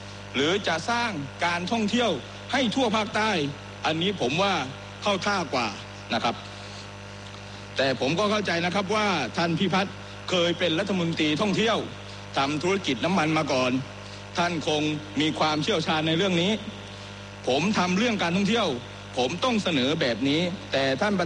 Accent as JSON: {"language": "Thai", "region": "Phuket", "country": "Thailand", "said": "ในฐานะคนภูเก็ตในฐานะคนใต้"}